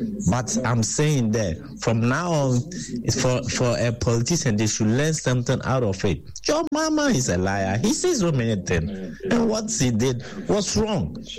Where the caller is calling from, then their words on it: Takoradi, Western Region, Ghana; I'm calling from Takoradi.